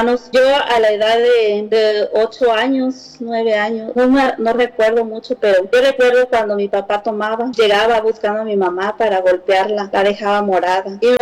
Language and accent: Spanish; Oaxaca, Mexico; soy allá de un pueblito chiquito allá del estado de Oaxaca, allá en la sierra.